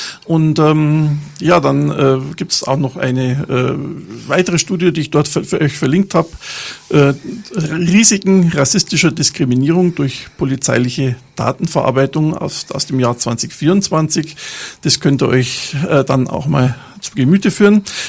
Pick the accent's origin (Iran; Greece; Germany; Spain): Germany; Bavaria; born there; weil ich als geborener, gebürtiger Bayer natürlich solche Erfahrungen nicht mache